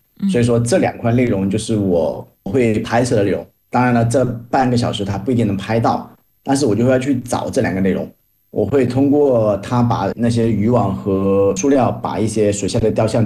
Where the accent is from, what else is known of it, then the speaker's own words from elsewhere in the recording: Sichuan, China; 您是在四川长大的哈？对，我老家在四川，在内地，在一个盆地。